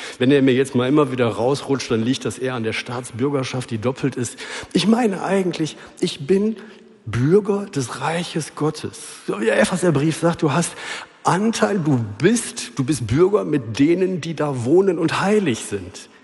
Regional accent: Netherlands; ich bin Niederländer.

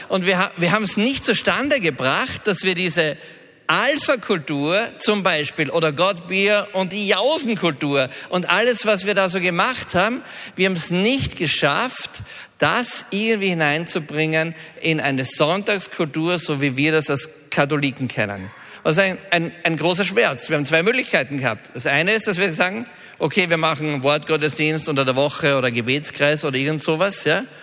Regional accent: Austria; ich bin auch aus Österreich. … bin Unternehmer in Salzburg

